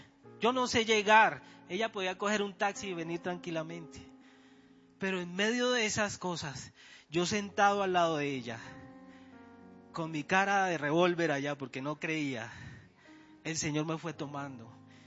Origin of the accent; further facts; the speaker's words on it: Ibagué, Tolima, Colombia; now in Bogotá, Colombia; yo soy de Ibagué. Y yo me vine a vivir acá.